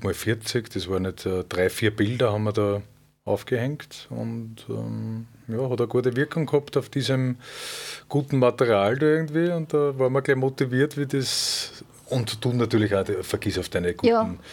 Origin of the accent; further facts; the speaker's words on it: Zwentendorf, Lower Austria, Austria; now in Salzburg, Austria; Dialekt ein bisschen raushört, dass ich kein Oberösterreicher bin. ja, ich bin ursprünglich aus dem Tullnerfeld, also Zwentendorf, wo das Atomkraftwerk steht, was nie in Betrieb gegangen ist